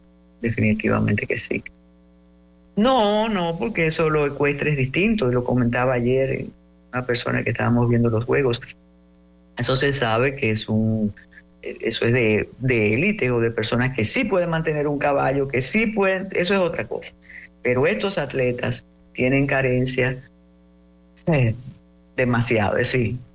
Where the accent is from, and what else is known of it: Dominican Republic